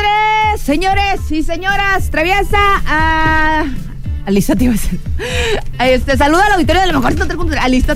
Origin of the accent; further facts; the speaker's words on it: Mexico; Todo el año somos mexicanos.